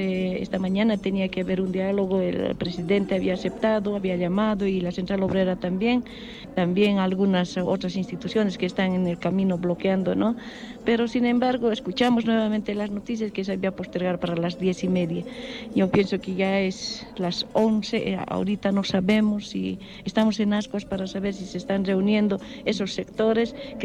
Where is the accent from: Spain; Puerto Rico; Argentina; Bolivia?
Bolivia; y somos bolivianos y todos tenemos derecho a un reclamo